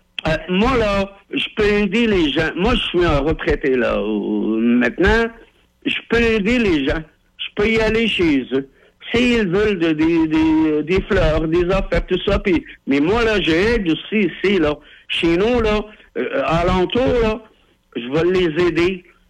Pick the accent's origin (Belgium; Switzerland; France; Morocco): Morocco; Moi, là, je viens du Maroc, OK?